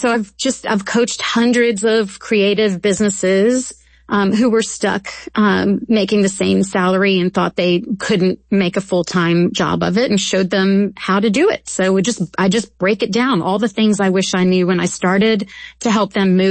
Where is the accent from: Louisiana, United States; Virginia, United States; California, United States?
Louisiana, United States; Baton Rouge; moved away as an adult; also born or lived in New York; my husband got an incredible job opportunity in Baton Rouge, which is my hometown and where I grew up.